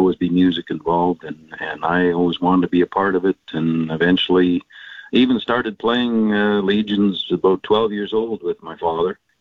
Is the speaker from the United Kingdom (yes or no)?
no; Warren, Manitoba, Canada; moved away as an adult; now in Killarney, Canada; No, actually, I grew up and spent, well, a better part of my life just north of Winnipeg, a little town called Warren. And it's probably known more as a hockey town than anything, but it was a nice place to grow up for sure. I ended up moving to Killarney probably about 8 years ago.